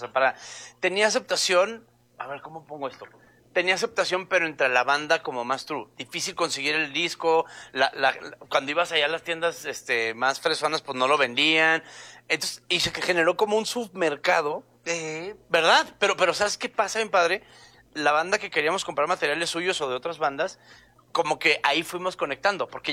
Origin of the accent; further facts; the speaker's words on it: Chihuahua, Mexico; moved away; Yo soy de Chihuahua